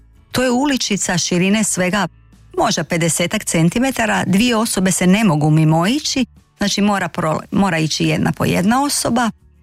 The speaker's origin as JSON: {"language": "Croatian", "town": "Split", "region": "Split-Dalmatia County", "country": "Croatia"}